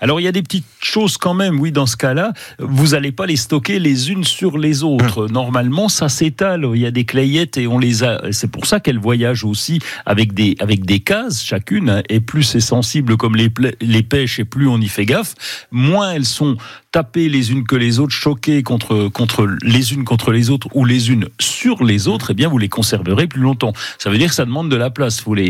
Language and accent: French; Bourgogne-Franche-Comté, France; chez nous, en Franche-Comté, ben évidemment, le froid arrive un peu plus vite.